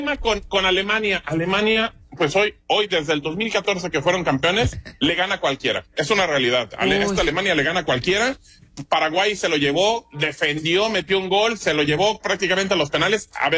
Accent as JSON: {"language": "Spanish", "country": "Mexico", "said": "No puedes como persona mexicana apoyar a Argentina. No puedes."}